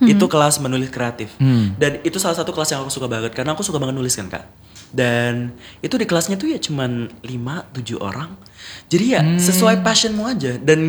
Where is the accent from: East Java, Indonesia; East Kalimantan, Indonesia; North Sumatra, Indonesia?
East Kalimantan, Indonesia; Tenggarong; Karena aku dari awal SMA, aku merantau. Aku aslinya orang Tenggarong, Kak.